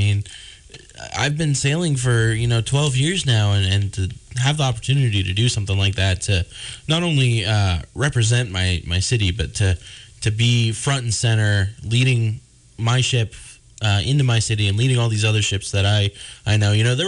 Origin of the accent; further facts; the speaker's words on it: Erie, Pennsylvania, United States; into my city and my hometown